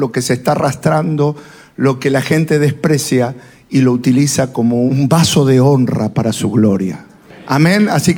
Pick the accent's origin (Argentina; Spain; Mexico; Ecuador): Argentina; Yo me crié en un país religioso como Argentina